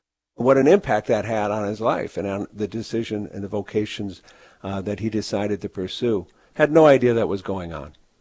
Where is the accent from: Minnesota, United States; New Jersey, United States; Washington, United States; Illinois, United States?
Minnesota, United States; St. Paul; I was born and raised in St. Paul. I was the youngest of five, and my parents sacrificed a lot to send me to Catholic school